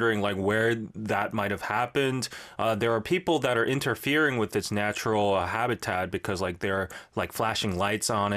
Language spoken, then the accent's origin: English; Busan, South Korea; I'm originally from Busan